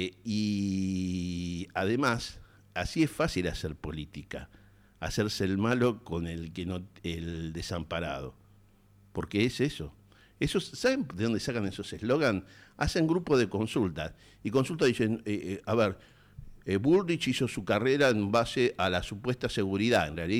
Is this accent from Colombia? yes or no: no; Argentina; nuestros derechos como argentinos